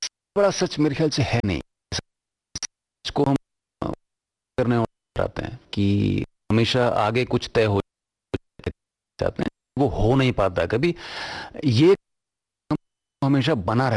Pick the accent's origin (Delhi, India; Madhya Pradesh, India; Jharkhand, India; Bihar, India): Delhi, India; मैं दिल्ली में पैदा हुआ, पला बड़ा वहीं पे